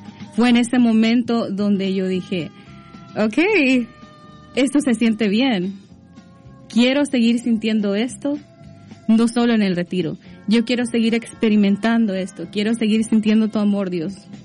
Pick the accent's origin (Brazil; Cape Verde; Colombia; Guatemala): Guatemala; moved away; yo vine a este país, yo soy de Guatemala.